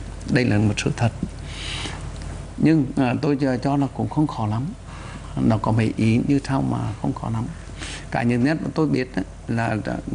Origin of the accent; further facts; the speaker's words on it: Quang Binh, Vietnam; moved away; Ngày xưa tôi là người không phải sống ở Hà Nội, sinh ra lớn lên ở Quảng Bình ngày xưa đấy.